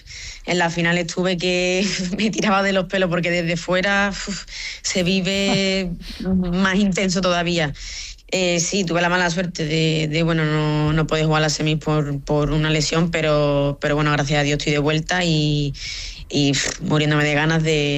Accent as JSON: {"language": "Spanish", "town": "Rota", "region": "Andalusia", "country": "Spain", "tie": "born or raised there", "moved": "yes", "said": "Rota, mi pueblo, siempre me he sentido muy, muy querida y pues a ver qué te digo, es el sitio donde he nacido, donde me he criado, donde pues he ido creciendo tanto futbolísticamente como personalmente"}